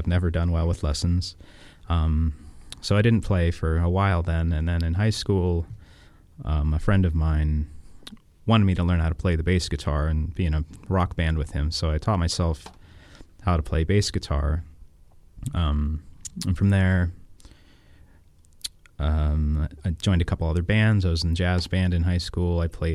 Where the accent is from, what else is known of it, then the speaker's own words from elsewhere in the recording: Clymer, Pennsylvania, United States; also born or lived in Indiana, Pennsylvania / Washington, Pennsylvania; now in Pittsburgh, United States; Well, I'm originally from Indiana, Pennsylvania, home of IUP. Grew up in a little town called Clymer, and from there moved to Washington, Pennsylvania. Now I live in Pittsburgh.